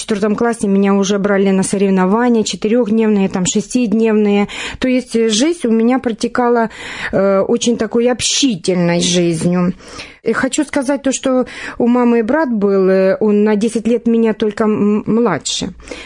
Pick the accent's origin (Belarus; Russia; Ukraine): Ukraine; Mykolaiv Oblast; accent: soft Ukrainian speech; Я родилась в Николаевской области, ближе к Пододесской